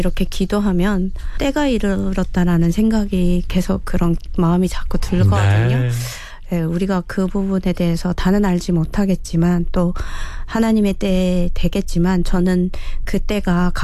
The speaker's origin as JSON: {"language": "Korean", "country": "North Korea", "moved": "yes", "lives_now": "South Korea"}